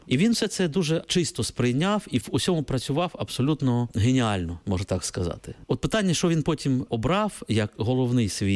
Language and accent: Ukrainian; Kharkiv, Kharkiv Oblast, Ukraine; Оскільки я сам з Харкова, то я я можу це в паралелі відслідкувати.